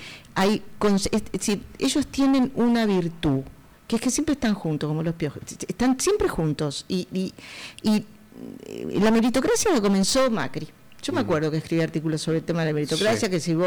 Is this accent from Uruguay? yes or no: yes; Uruguay; te lo digo como uruguaya.